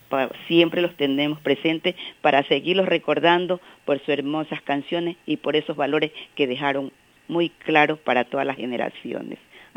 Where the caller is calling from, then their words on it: Esmeraldas, Ecuador